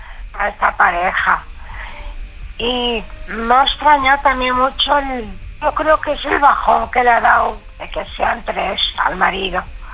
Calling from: Cantabria, Spain; Yo aquí en Cantabria

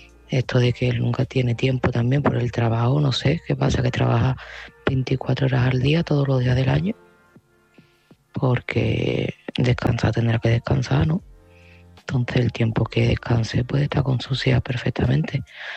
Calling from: Seville, Andalusia, Spain; de Sevilla y este mensaje va para Almudena.

